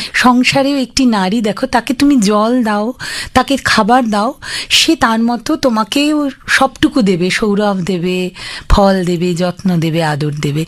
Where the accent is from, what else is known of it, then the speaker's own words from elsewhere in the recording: Madhyamgram, West Bengal, India; সেটি মধ্যম গ্রাম। যদিও এখনো গ্রাম শব্দটিকে আমরা বহন করছি, কিন্তু মধ্যম গ্রাম আর এখন গ্রাম নেই, একেবারে শহর হয়ে গেছে। কিন্তু আমার যখন ছোটবেলা ছিল না, তখন একদম অন্যরকম ছিল, প্রচুর গাছগাছালি ছিল, ছিল অনেকগুলো বাগান বাড়ি, ছিল ধুধু মাঠ, দিগন্ত বিস্তৃত সবুজ ঘাসে ভরা মাঠ।